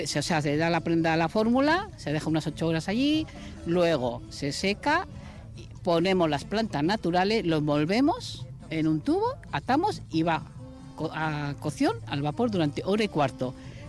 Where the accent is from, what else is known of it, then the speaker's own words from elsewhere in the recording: Murguía, Basque Country, Spain; moved away as an adult; now in Amurrio, Spain; yo he vivido en Murguía toda mi vida